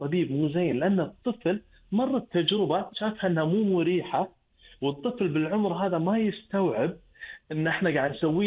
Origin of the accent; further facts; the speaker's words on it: Kuwait; عندنا بالكويت